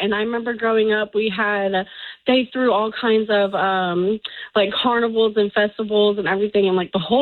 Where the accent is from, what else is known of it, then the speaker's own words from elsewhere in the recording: Meadows Place, Texas, United States; And I grew up in Meadows Place, so I really can speak from like a kid's point of view.